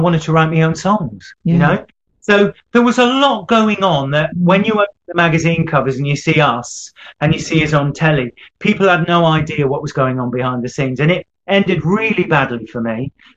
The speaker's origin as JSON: {"language": "English", "region": "England", "country": "United Kingdom", "said": "being a Brit, oh, I'm sorry, you know. And he said, \"You're English.\" And I said, yeah."}